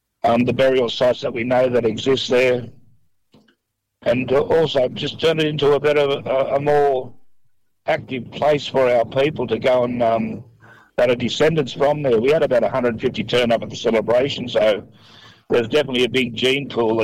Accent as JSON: {"language": "English", "town": "Gunnedah", "region": "New South Wales", "country": "Australia"}